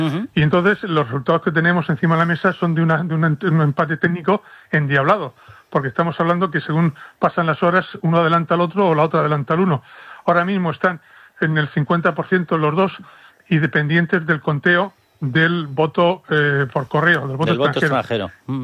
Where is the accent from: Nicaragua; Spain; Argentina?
Spain; A ti y a mí, que somos españoles, nos cuesta trabajo seguir la trama endiablada de esta corrupción enorme